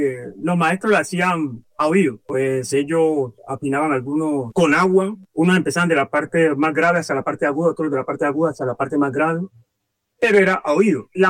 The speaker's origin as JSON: {"language": "Spanish", "town": "Guapi", "region": "Cauca", "country": "Colombia", "said": "Soy de Huapicauca. Y me considero, pues, un hombre de mi territorio, de mi cultura y de esas tradiciones que nuestros mayores nos han dejado."}